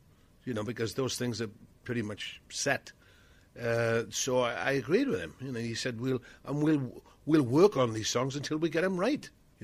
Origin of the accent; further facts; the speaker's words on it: Wales, United Kingdom; I grew up in South Wales, so I went to a Presbyterian chapel, and we sang hymns on a Sunday afternoon, Sunday school.